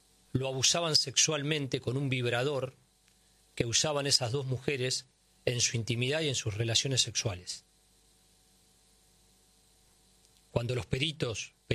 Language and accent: Spanish; Argentina; estas son las cuestiones que nos deben preocupar a todos como argentinos.